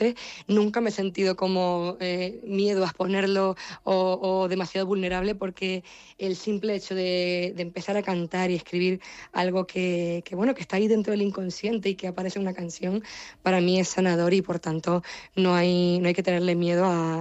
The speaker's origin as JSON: {"language": "Spanish", "town": "La Palma", "region": "Canary Islands", "country": "Spain"}